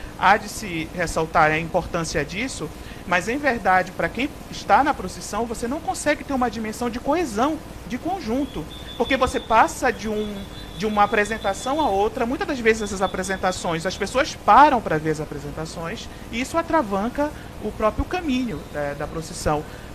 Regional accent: Pará, Brazil; born there; Eu nasci no Pará

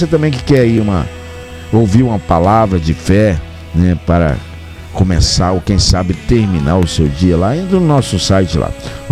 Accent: Governador Valadares, Minas Gerais, Brazil; moved away; Um abraço para Minas Gerais, que é meu estado também. Sou de Governador Valadares.

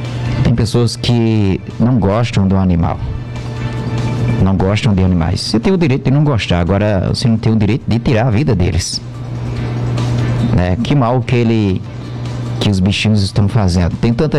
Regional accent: Campina Grande, Paraíba, Brazil; moved away; lá na minha cidade, em Campina Grande

